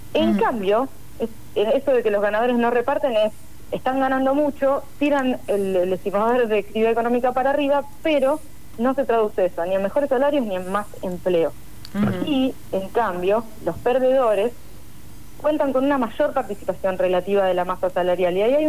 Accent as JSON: {"language": "Spanish", "town": "Mar del Plata", "region": "Buenos Aires Province", "country": "Argentina", "said": "yo soy de Mar del Plata"}